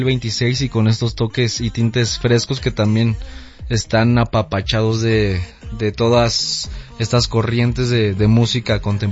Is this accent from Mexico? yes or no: yes; Mexico City, Mexico; yo crecí aquí en la Ciudad de México